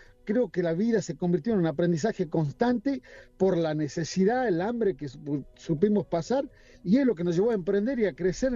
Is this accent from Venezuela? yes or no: no; Argentina; estamos constantemente tratando de entender la política económica e ir para adelante como argentino, ¿no?